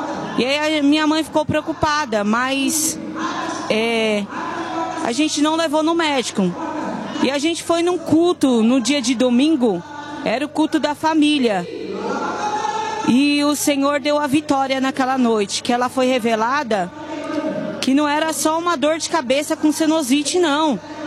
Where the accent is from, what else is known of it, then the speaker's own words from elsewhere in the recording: São Paulo, Brazil; Eu venho daqui de São Paulo mesmo.